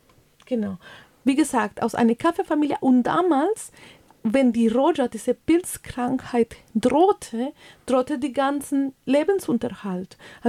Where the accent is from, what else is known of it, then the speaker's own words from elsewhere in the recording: Norte de Santander, Colombia; moved away; ich in Kolumbien bin mit so einem Sprichwort aufgewachsen, Mecajola Roja, die Rost ist auf mich gefallen, aber ich bin in einem Kaffeeland aufgewachsen